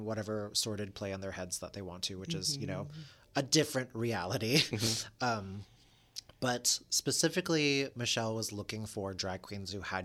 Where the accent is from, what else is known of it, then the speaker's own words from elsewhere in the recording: California, United States; And so I've been in the Bay Area for three, four generations. And in terms of schools, I went to Jefferson Elementary in the Sunset